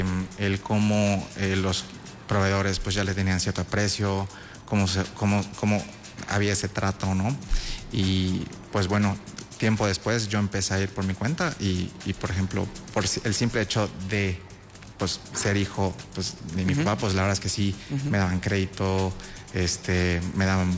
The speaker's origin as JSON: {"language": "Spanish", "region": "Yucatán", "country": "Mexico", "tie": "born or raised there", "said": "soy originario de Xuscap, una comunidad ubicada aproximadamente a 100 kilómetros al sur de Mérida."}